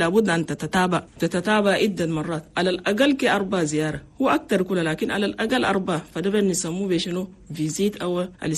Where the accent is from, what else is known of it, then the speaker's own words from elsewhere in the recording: Chad; لأن نحن عندنا في تشاد نسبة موت عن الأمهات اللي بموتوا فيه ولادها كتير مرة واحد